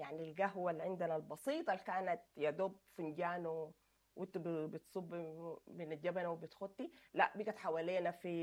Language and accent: Arabic; Sudan